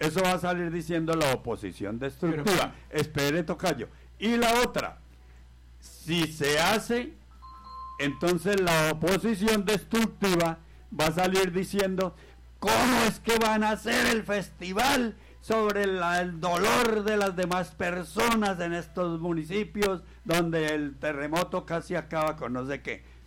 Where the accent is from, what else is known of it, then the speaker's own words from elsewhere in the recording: Los Llanos, Colombia; como llanero que soy, como mi región, como mi gente